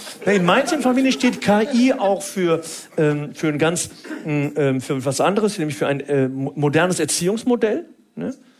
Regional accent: Cologne, North Rhine-Westphalia, Germany; ich bin gebürtig aus Köln.

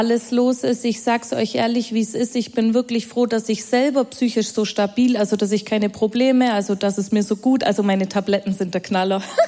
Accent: Bavaria, Germany; Nessie hat ja schon gesagt, ich komme aus Bayern, also aus dem schwäbischen Teil Bayerns.

